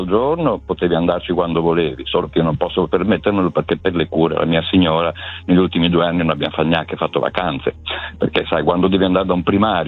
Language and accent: Italian; Bologna, Emilia-Romagna, Italy; e alla fine, da buon bolognese, ho detto, pesante.